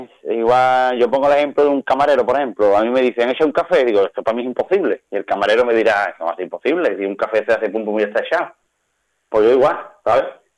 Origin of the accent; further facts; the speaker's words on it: Seville, Andalusia, Spain; que soy de Sevilla, donde más calor hace del mundo.